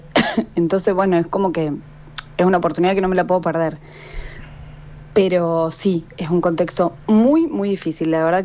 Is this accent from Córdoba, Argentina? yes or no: yes; Córdoba, Argentina; soy la única cordobesa. En teoría soy la única argentina.